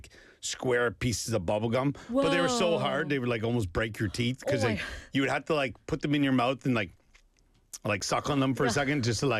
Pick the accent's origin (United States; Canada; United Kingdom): Canada; Nova Scotia; But it's from my hometown or from my province, Baxter's or Scottsburn Ice Cream